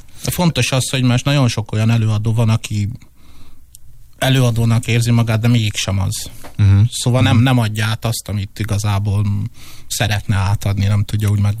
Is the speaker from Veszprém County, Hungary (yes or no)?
no; Budapest, Hungary; Fontos tudni, hogy én a 8 kerületben nőttem föl